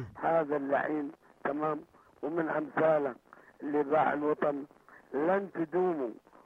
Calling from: Yemen

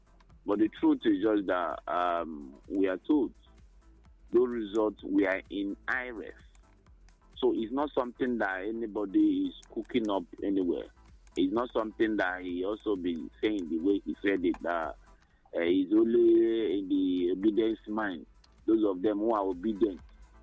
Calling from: Nigeria; I'm calling from Babinimbo. Babinimbo is in Ozowani local government.

